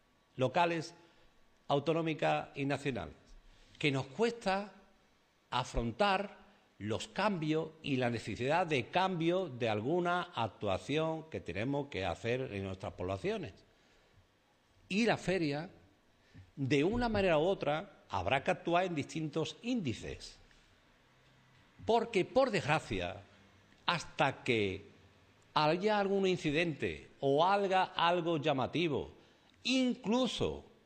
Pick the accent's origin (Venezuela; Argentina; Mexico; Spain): Spain; Sanlúcar de Barrameda, Andalusia